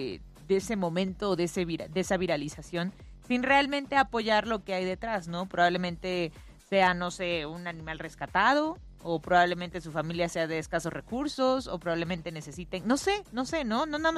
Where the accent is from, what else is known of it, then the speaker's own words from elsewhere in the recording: Mexico; Desde la perspectiva somos mexicanos.